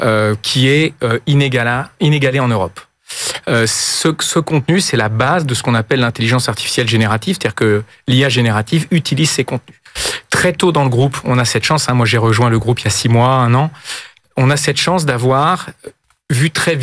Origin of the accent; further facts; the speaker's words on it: Nantes, Pays de la Loire, France; now in Paris, France; Moi, je ne suis pas parisien à l'origine, hein. Je suis nantais. C'est une région qui s'est beaucoup développée avec une industrie agroalimentaire très forte.